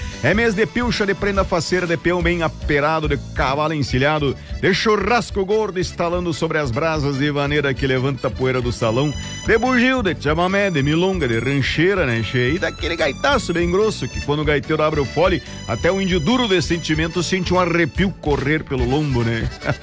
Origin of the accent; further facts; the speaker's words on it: Rio Grande do Sul, Brazil; Nós somos do sul, somos apaixonados pelo nosso chão, temos orgulho de nossas tradições, mas também somos brasileiros